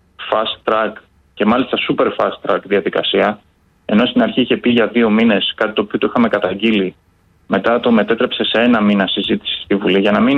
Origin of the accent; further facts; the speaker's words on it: Thessaly, Greece; που είμαι και από τη Μαγνησία